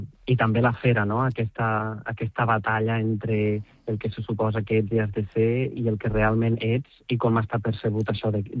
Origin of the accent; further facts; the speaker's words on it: Catalonia, Spain; perquè jo soc de Ponent i hi ha un paisatge de Terra Baixa que em ressona molt, no?